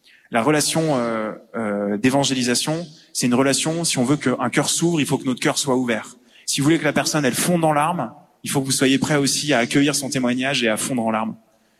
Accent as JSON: {"language": "French", "town": "Montpellier", "region": "Occitanie", "country": "France", "moved": "yes", "said": "On est de Montpellier, enfin, avant d'aller au Maroc"}